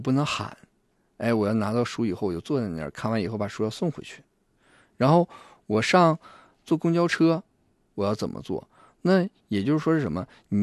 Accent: Northeast China, China; 我们东北人

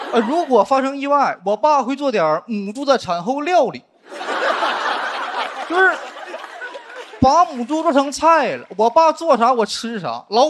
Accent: Northeast China, China; 然后我是东北人啊，出生在东北一个农村，所以小时候家挺穷的

